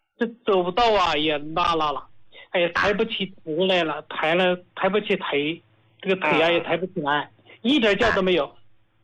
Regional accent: Hubei, China; 我是胡家老哥的受益者，我是湖北人，

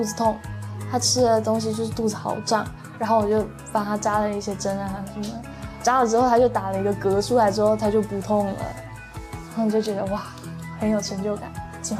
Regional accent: Taiwan; moved away as an adult; now in China; ，大学之后才来到大陆读书，本科读的是上海中医药大学

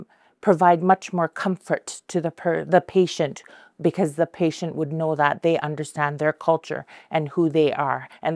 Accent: Canadian Arctic, Canada

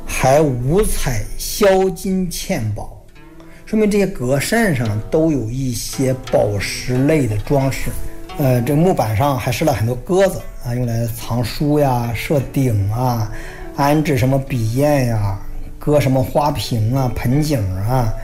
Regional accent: China; 我们中国人

